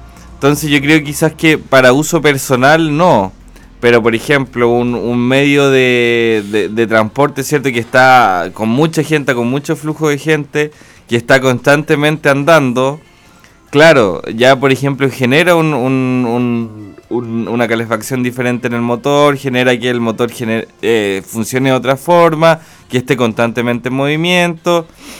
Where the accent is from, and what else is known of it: Chile